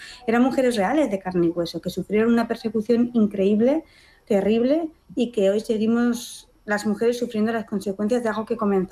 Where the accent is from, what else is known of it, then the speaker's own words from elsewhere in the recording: Basque Country, Spain; Yo como vasca, pues hemos crecido, yo creo que se puede sentir identificada mucha gente vasca, ¿no? Muy vinculada con el bosque, con la bruja.